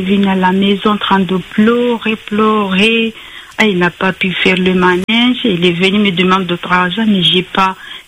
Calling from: Le Tampon, Réunion; J'habite au Tampo.

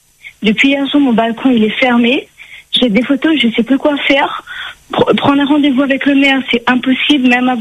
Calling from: L'Étang-Salé, Réunion; moi j'habite à l'Étang-Salé.

